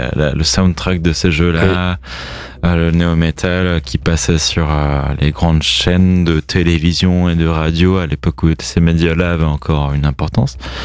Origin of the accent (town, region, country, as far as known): Lorient, Brittany, France